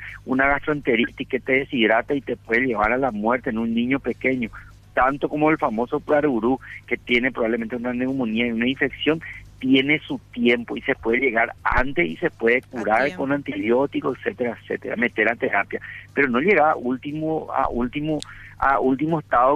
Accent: Paraguay; nos mantiene vivos como paraguayos

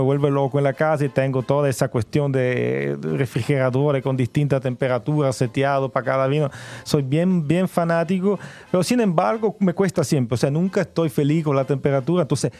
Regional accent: Italy; moved away as an adult; also born or lived in United States / New Zealand; now in Casablanca, Chile; Es curioso como un italiano tenga tanta inspiración en Francia

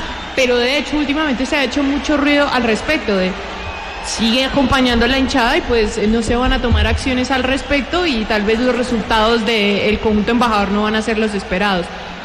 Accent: Colombia; Y uno espera que como colombiano pues obviamente le vaya muy bien a este América

